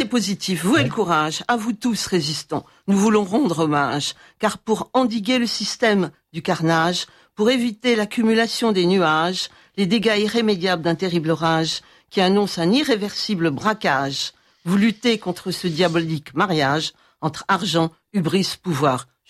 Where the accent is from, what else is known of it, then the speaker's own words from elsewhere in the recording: Lyon, Auvergne-Rhône-Alpes, France; Absolument, j'adore moi les vins de Bourgogne. Je suis lyonnaise d'origine.